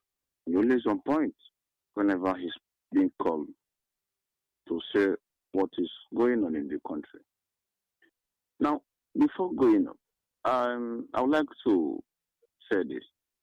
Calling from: Enugu State, Nigeria; I'm calling from Okpabe Nimbo, the Nozowani local government.

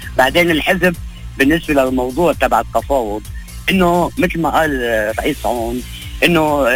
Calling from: Lebanon; انا كلبناني بفتخر بلبنانيتي

